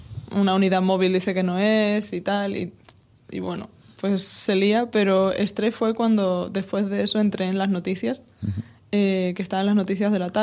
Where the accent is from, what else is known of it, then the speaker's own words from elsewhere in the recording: Jerez de la Frontera, Andalusia, Spain; now in Madrid, Spain; a mí me gusta decir que soy de Jerez y que vivo en Jerez, pero la realidad es que los últimos 6 años he vivido en Madrid y ahora me voy a vivir a París.